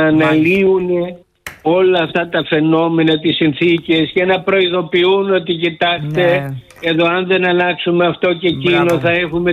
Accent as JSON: {"language": "Greek", "area": "Kos", "region": "South Aegean", "country": "Greece", "said": "όπως είπε ο πατριώτης μου σε εισαγωγικά, Ιπποκράτης, γιατί είμαι από την ΚΟ."}